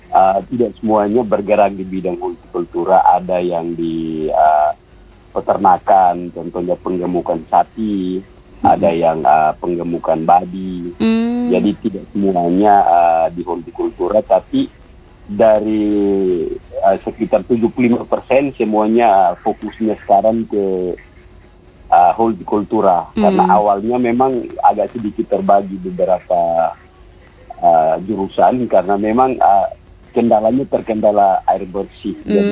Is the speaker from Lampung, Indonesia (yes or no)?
no; Kupang, East Nusa Tenggara, Indonesia; Saya dari Kelurahan Naioni.